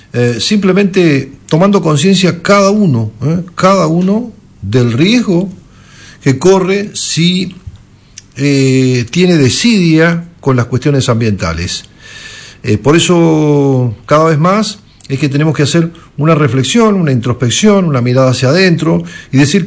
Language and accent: Spanish; Mendoza, Argentina; Eso son todas cuestiones ambientales que tenemos que replantearnos como mendocinos.